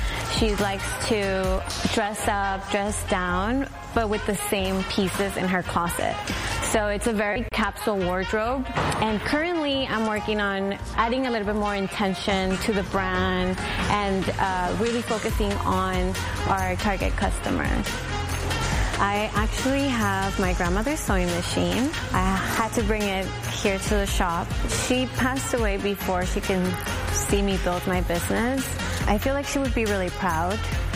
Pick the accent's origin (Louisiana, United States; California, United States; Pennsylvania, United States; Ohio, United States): California, United States; Los Angeles; My parents are from Mexico, from Puebla, and I grew up here in South Central, born and raised.